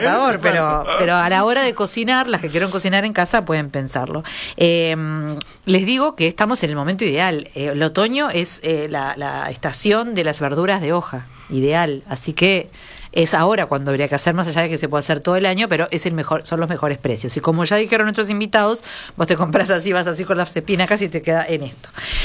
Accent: Piriápolis, Maldonado, Uruguay; yo soy de Piriápolis

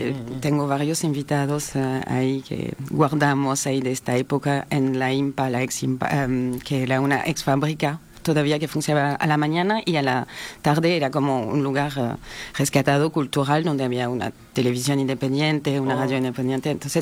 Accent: Paris, Île-de-France, France; born or raised there; Spanish is a second language

